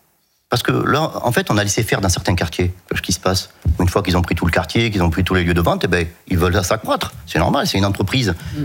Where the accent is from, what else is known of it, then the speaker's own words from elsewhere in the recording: Grenoble, Auvergne-Rhône-Alpes, France; moi je viens de Grenoble, j'ai passé 20 ans à Grenoble.